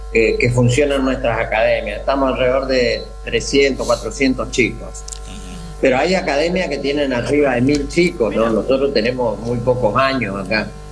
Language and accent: Spanish; Argentina; Porque somos bravos los argentinos, entonces.